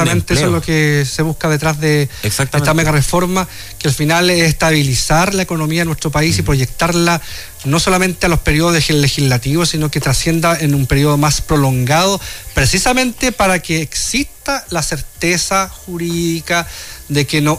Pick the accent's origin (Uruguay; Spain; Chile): Chile